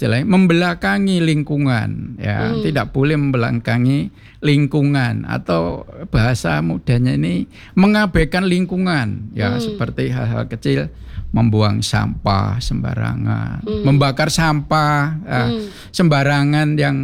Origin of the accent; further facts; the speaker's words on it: Surabaya, East Java, Indonesia; kita juga sebagai warga Surabaya